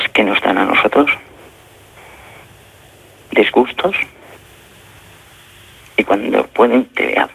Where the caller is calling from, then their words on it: Barcelona, Catalonia, Spain; Yo soy una persona de Barcelona.